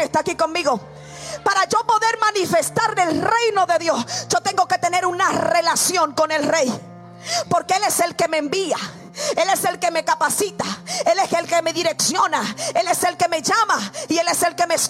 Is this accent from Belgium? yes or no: no; Dominican Republic; now in United States; nosotros vivimos en Estados Unidos, yo soy de República Dominicana